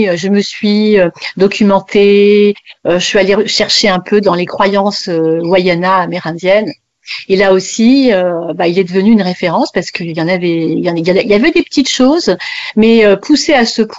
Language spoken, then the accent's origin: French; French Guiana; chez moi en Guyane